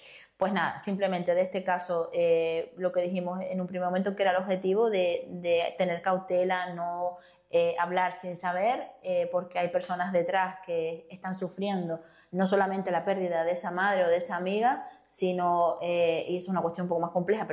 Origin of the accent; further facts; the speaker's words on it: Fuerteventura, Canary Islands, Spain; Y que igual nosotros como majoreros tendremos que mirar